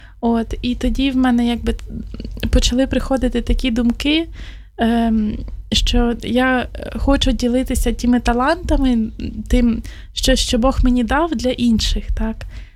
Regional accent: Pavlohrad, Dnipropetrovsk Oblast, Ukraine; я сама походжу родом з Дніпропетровської області, з міста Павлоград.

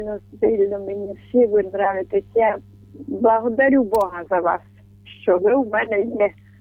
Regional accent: Kyiv, Ukraine; я з Києва, у Києві живу.

